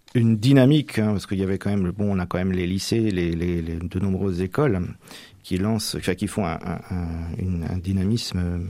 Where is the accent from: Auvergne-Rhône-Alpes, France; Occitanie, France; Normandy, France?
Normandy, France; je suis vraiment originaire de la Manche, même si je suis originaire du Nord-Manche, mais ma région natale, le Val-de-Serre, on se rend compte qu'il y a la terre et la mer. Quand moi, j'habitais Quétou, j'étais dans le monde rural